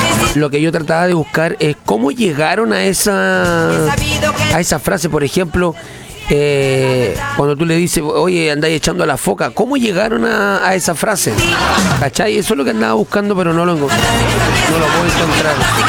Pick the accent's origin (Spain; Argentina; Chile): Chile; nosotros los chilenos somos únicos e incomparables en todo el mundo.